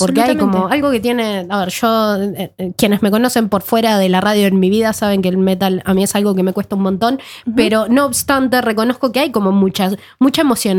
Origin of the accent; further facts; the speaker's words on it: Malmö, Skåne, Sweden; Spanish is a second language; now in Norway; en el sur de Suecia, en Malmö, donde soy yo, en Skåne, no tenemos ese vínculo tan fluido, tan permanente con la naturaleza